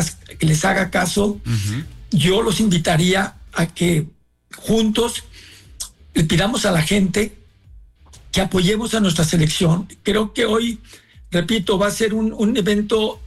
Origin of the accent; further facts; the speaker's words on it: Mexico; Yo como mexicano